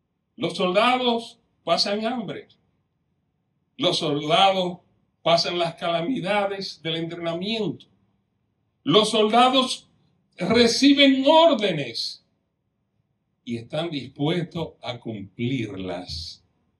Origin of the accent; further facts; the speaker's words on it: Dominican Republic; En mi país, en la República Dominicana, hay un grupo élite formado hace ya muchos años, los cazadores de montañas